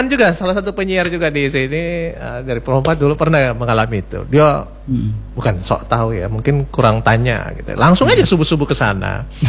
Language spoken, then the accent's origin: Indonesian; Makassar, South Sulawesi, Indonesia; kalau kita warga Makassar ya